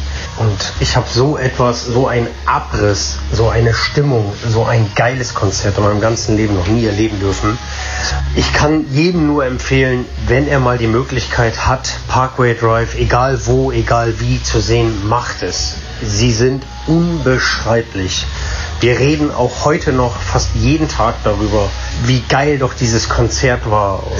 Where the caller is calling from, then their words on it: Fischbeck, Germany; ich komme aus Fisbeck.